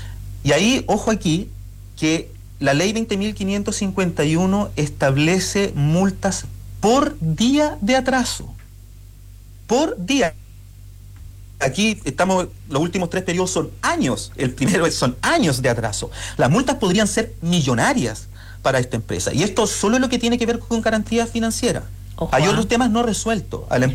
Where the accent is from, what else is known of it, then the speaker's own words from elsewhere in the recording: Mañihuales, Aysén, Chile; yo soy de Mañiguales, mi papá era también trabajador minero